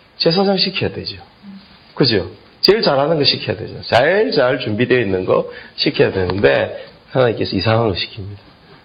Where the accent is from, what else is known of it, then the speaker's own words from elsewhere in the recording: Gyeongsang, South Korea; 나는 경상도 사람으로서 이게 무슨 말인지 알겠어요.